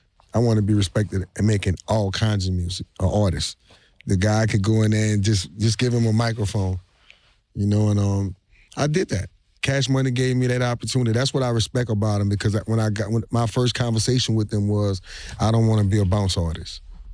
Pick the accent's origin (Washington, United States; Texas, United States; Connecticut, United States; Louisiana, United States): Louisiana, United States; New Orleans; man, I'm from New Orleans, but I'm not going to sound like nobody from New Orleans.